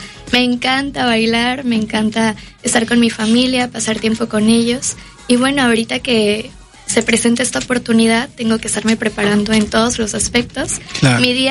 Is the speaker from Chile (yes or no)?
no; Veracruz, Mexico; la mujer mexicana no solo es belleza, es inteligencia, propósito y fortaleza. Nosotras nos levantamos día a día para lograr nuestros sueños